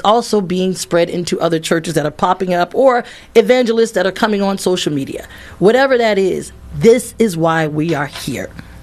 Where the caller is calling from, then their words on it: Atlanta, Georgia, United States; I'm coming from Atlanta, and I just came from not only Morehouse College, but also Spelman College had its ceremony